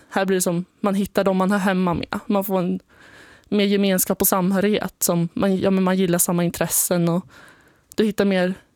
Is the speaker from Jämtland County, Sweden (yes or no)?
yes; Jormvattnet, Jämtland County, Sweden; det har varit väldigt fint att växa upp där.